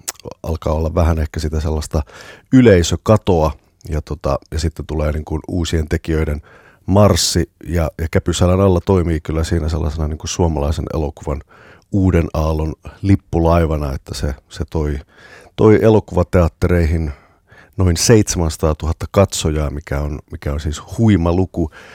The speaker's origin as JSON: {"language": "Finnish", "town": "Joutsa", "region": "Central Finland", "country": "Finland", "tie": "born or raised there", "said": "olen siis itse Joutsasta kotoisin"}